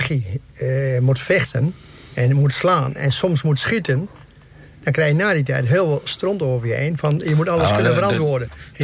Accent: Netherlands; Ik denk, ik ben ook een Nederlander. Ik ben best wel nieuwsgierig.

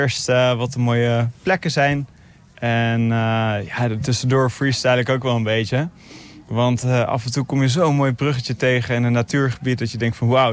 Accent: Haarlem, North Holland, Netherlands; ik kom uit Haarlem.

